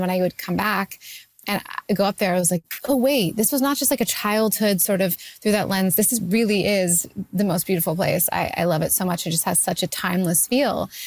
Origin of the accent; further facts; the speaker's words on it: Canada; I am always just always trying to set things in Canada about Canadians because I'm Canadian